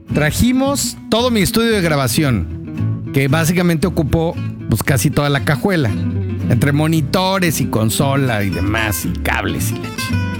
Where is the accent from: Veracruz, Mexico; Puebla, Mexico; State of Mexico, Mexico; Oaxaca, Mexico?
State of Mexico, Mexico; moved away as an adult; now in Mérida, Mexico; vengo del Estado de México.